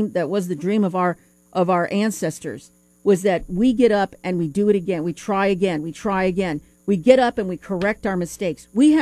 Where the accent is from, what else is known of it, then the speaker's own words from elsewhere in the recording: United States; I love being an American.